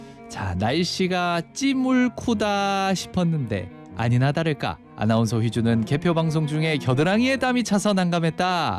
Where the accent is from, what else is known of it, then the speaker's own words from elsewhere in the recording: Seoul, South Korea; 저 서울 사람이라서